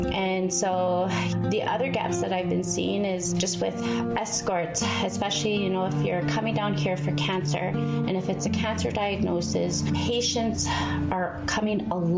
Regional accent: Fort Good Hope, Northwest Territories, Canada; moved away as an adult; now in Edmonton, Canada; I am from Forked Hope.

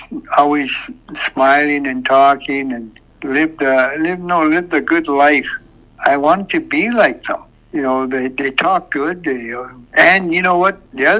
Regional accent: Tulita, Northwest Territories, Canada; Growing up in Goleta

